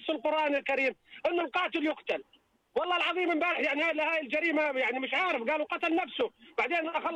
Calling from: Jordan; عندنا بالأردن

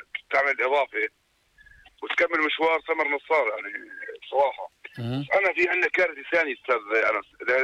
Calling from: Jordan

